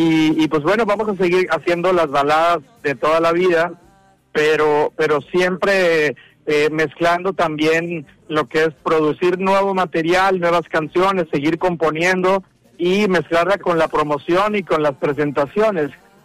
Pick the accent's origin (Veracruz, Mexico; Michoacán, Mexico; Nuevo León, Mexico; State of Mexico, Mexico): Veracruz, Mexico; yo siendo veracruzano